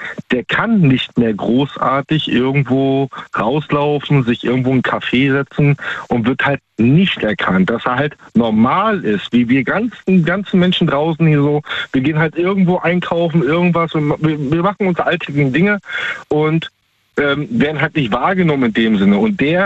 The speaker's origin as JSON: {"language": "German", "region": "Baltic coast", "country": "Germany", "said": "Ich bin ursprünglich aus der Ostsee, da oben die Ecke, ne? Arbeite aktuell in Baden-Württemberg."}